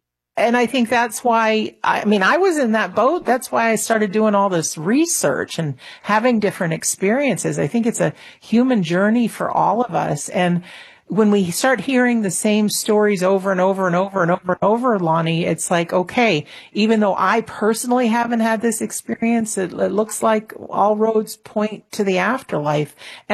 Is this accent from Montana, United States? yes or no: no; Connecticut, United States; also born or lived in Massachusetts; now in Rhode Island, United States; I am in the little state of Rhode Island. Now, I have family back in Minnesota, I do, and way back when there were people in Wisconsin on my mother's side, but I grew up in Connecticut, born in Massachusetts, currently reside.